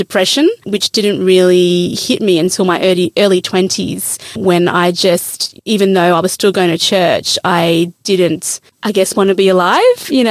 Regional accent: Australia; also born or lived in England / Mauritius; Grew up in Australia.

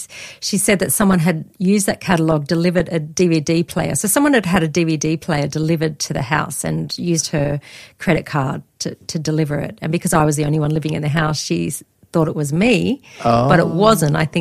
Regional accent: Australia; And there was nothing I could do because I was a traveller from Australia.

